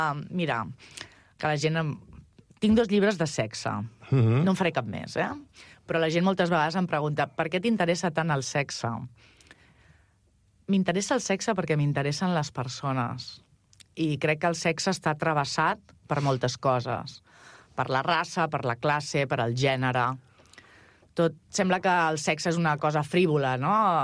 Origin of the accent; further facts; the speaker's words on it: Catalonia, Spain; jo sóc catalana i parlo la llengua català habitualment